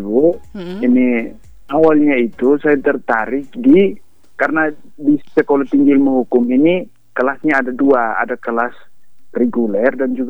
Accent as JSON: {"language": "Indonesian", "town": "Kefamenanu", "region": "East Nusa Tenggara", "country": "Indonesia", "said": "Orang Keva."}